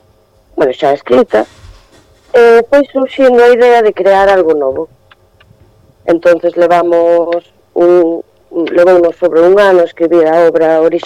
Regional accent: Narón, Galicia, Spain; also born or lived in Ferrol; somos de Narón e Ferrol, la contorna toda por aquí

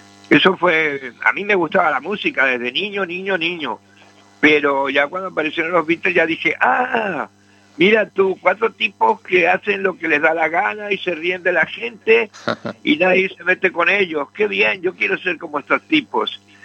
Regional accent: Madrid, Community of Madrid, Spain; born there; yo cuando llegué aquí de vuelta, nací en Madrid, cuando yo llegué de vuelta aquí en el año 68

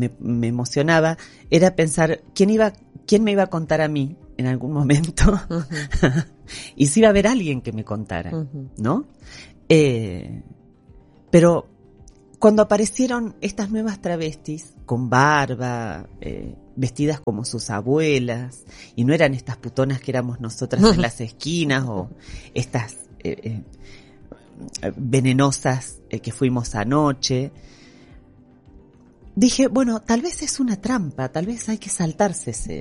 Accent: Argentina

